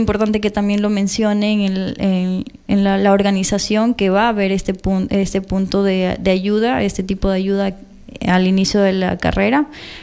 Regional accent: Ecuador

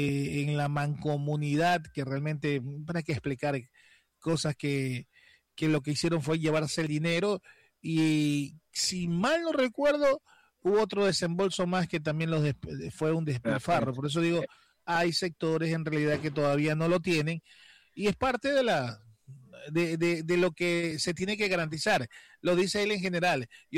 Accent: Ecuador; así somos los ecuatorianos

